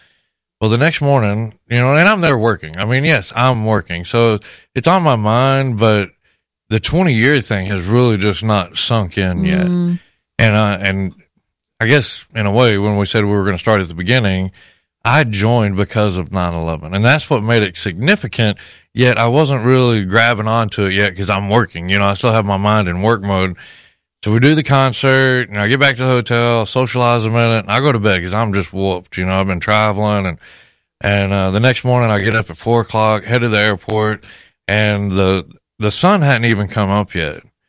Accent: McCamey, Texas, United States; Well, I grew up in McCamey, which was just south of Odessa, Midland. My dad was an oil field guy, a Vietnam veteran.

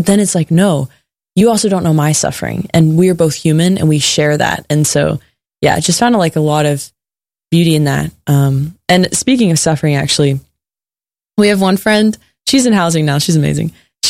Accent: Texas, United States; talking about our home states. I've never talked about Texas more in my life.

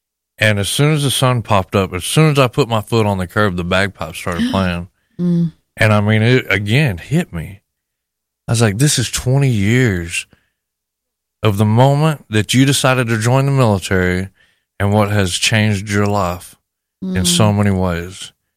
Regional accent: McCamey, Texas, United States; Well, I grew up in McCamey, which was just south of Odessa, Midland. My dad was an oil field guy, a Vietnam veteran.

